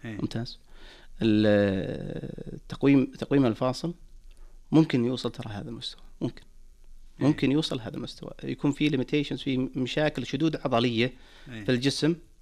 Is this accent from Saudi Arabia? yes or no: yes; Saudi Arabia; عندنا في المملكة العربية السعودية